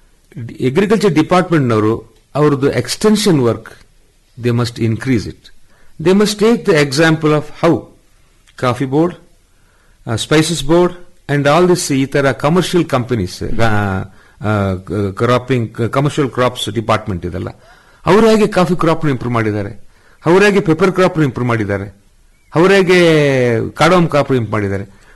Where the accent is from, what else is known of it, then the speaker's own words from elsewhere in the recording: Kodagu, Karnataka, India; ಈಗ ನಾವು ಕೊಡಗಿನ ರೈತರು